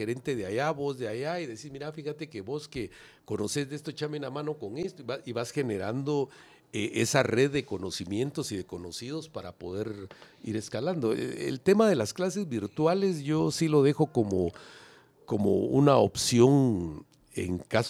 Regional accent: Guatemala; como guatemaltecos debemos de entender

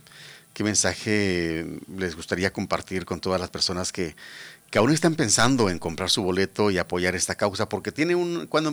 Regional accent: Guatemala; los guatemaltecos estamos invitados a servirle a otro guatemalteco

